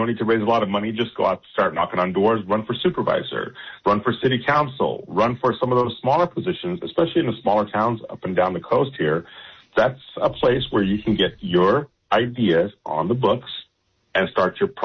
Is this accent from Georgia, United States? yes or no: no; Turlock, California, United States; California, to me, is a car culture. I grew up in Turlock. We used to go cruising on McHenry.